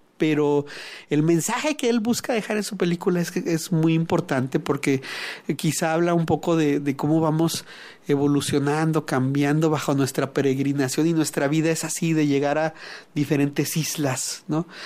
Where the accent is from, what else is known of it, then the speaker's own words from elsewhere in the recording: Mexico City, Mexico; now in Ciudad Juárez, Mexico; Yo soy migrante, yo vengo de la Ciudad de México, pero y Juárez, la verdad es que el 70% es migrante.